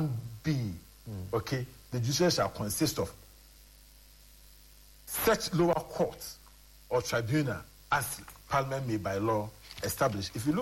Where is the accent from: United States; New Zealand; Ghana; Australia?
Ghana; me as a Ghanaian